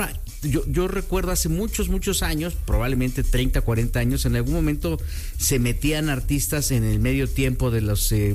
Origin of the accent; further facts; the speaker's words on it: Mexico; todas estas cosas que nos está dejando esta justa deportiva, mi querido Jessy, tan maravillosas como mexicanos. Mantengamos esa unión, ¿no?